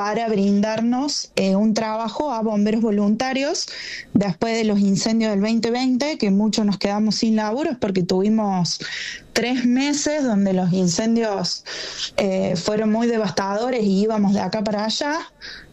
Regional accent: Córdoba, Argentina; Desde que soy muy chiquita, yo vivo acá entre el Valle Parachasca y Valle Calamuchita, he vivido incendios desde que tengo memoria

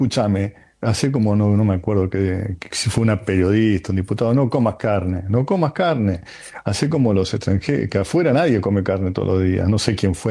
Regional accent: Argentina; los que somos argentinos

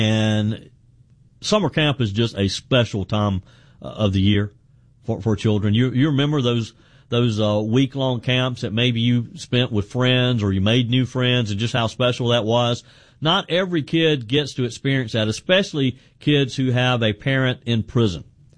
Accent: South Carolina, United States; I'm going to start with someone here in my home state of South Carolina.

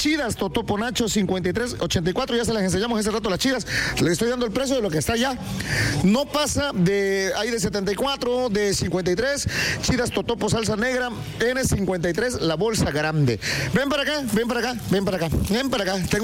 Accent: Tatitlán, Veracruz, Mexico; moved away

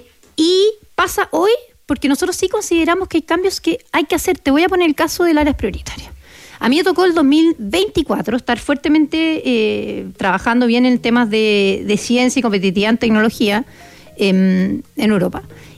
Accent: Chile

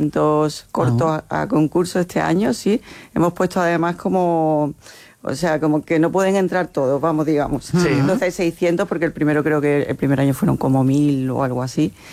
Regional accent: Conil de la Frontera, Andalusia, Spain; Sí, sí, yo soy de Conil.

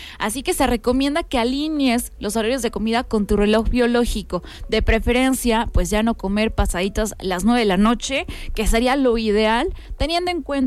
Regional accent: Mexico; Esto que también como mexicanos, oye, nosotros aplicamos y bastante.

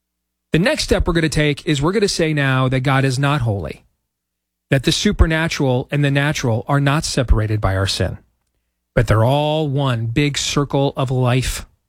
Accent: Iowa, United States; Chris McGonigal from my home state of Iowa is going to join us

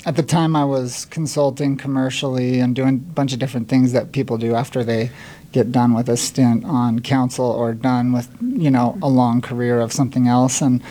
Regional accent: Park City, Utah, United States; I grew up in Park City.

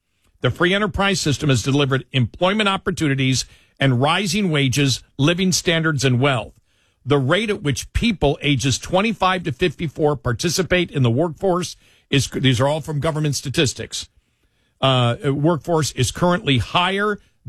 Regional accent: Buffalo, New York, United States; And that's the weirdest thing growing up in Buffalo, that I, somebody who grew up in Buffalo

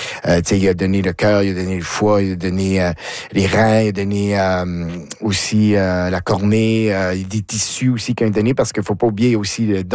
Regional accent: McLeod, New Brunswick, Canada; born or raised there

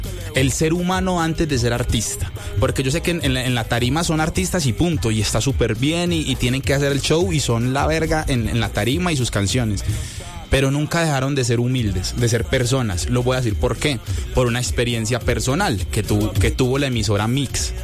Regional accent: Ciudad Bolívar, Antioquia, Colombia; Ciudad Bolívar, Antioquia.

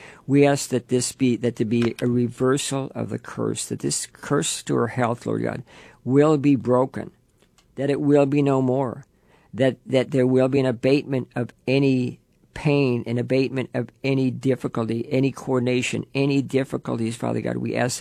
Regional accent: Levittown, New York, United States; I grew up in Levittown

